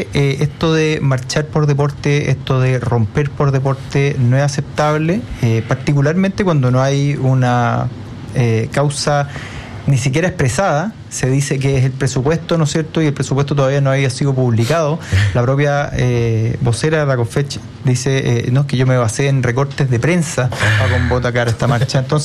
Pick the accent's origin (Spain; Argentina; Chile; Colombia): Chile